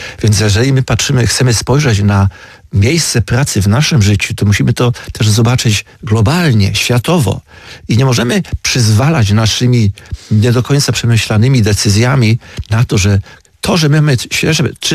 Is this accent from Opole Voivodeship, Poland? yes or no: yes; Szczedrzyk, Opole Voivodeship, Poland; ja ze wsi pochodzę, ze Szczedrzyka, to jest nad Jeziorem Turawskim